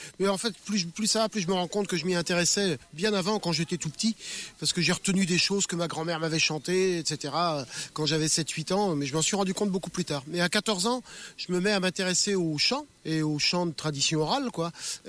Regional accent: Nantes, Pays de la Loire, France; je suis né à Nantes, d'une mère malouine et d'un père de Château-Gontier, comme tous les Nantais, hein, c'est une ville de carrefour, quoi. Et donc je suis un pur jus Nantais

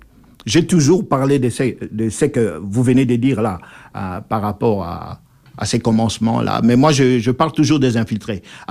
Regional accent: DR Congo; Nous sommes Congolais

